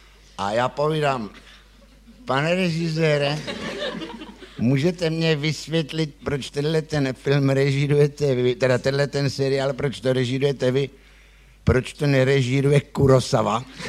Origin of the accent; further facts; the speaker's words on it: Prague, Czechia; Rozdíl mezi tím Žižkovem a jinýma čtvrtěma je opravdu velice podstatný, to je každý ví, protože kdo vyrost na Žižkově, tak na tom Žižkově to je skutečně úplně je to něco jiného.